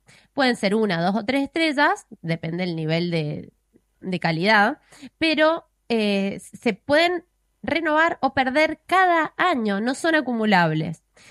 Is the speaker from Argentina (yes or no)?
yes; Argentina